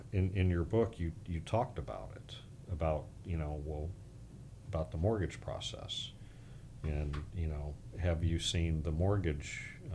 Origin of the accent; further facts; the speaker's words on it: Orlando, Florida, United States; moved away as an adult; now in Gulf Harbors, Florida, United States; I was raised in the Central Florida area.